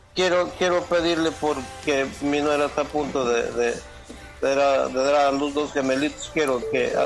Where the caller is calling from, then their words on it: Otate, Mexico; Somos de acá de Otate.